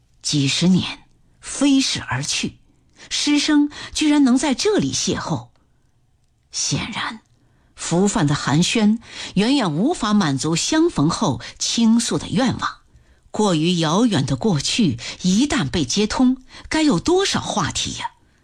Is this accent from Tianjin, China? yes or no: yes; Tianjin, China; born there; 我出生在天津一个底层工人家庭，按说工人是领导阶级，但是我们家的人并不那么理直气壮，因为我父亲是酱油厂的，母亲专门为火柴厂装火柴